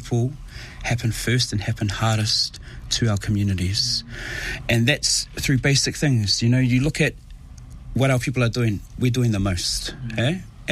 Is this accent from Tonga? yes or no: yes; Tonga; moved away; It was hot. It was beautiful, and we were happy as a child growing up within that space.